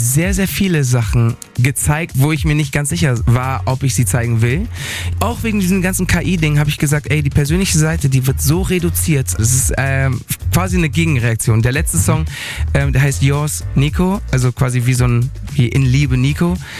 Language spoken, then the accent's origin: German; Spain; moved away; Ich bin ja in Spanien aufgewachsen